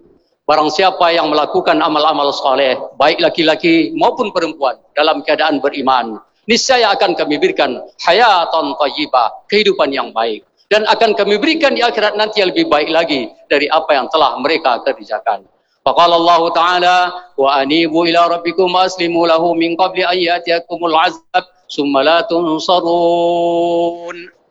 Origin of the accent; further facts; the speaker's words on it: Sibolga, North Sumatra, Indonesia; من بلدنا إندونيسيا عامة وقريتنا سيبولغا خاصة